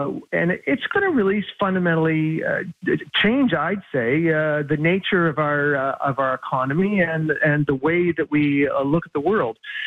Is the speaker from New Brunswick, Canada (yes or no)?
yes; New Brunswick, Canada; I'm from New Brunswick, and we all remember what happened with the frigate program where we built these warships in New Brunswick.